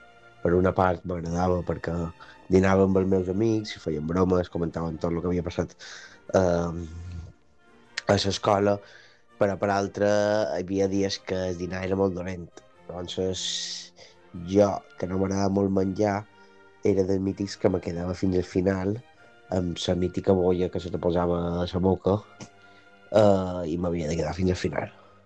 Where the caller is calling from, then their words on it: Palma, Balearic Islands, Spain; soc de Palma